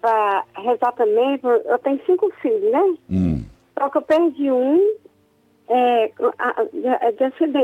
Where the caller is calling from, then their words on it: Divinópolis, Minas Gerais, Brazil; Eu falo de Divinópolis.